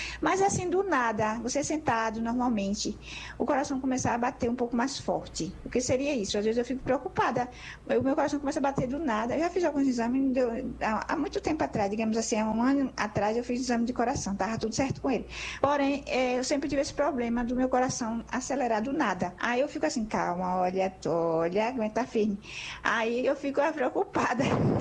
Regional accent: Pernambuco, Brazil; Boa tarde … sou de Casa Amarela, tenho 60 anos.

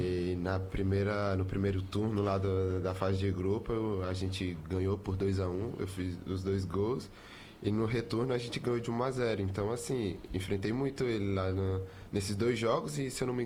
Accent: Balsas, Maranhão, Brazil; Eu sou de Balsas, no interior

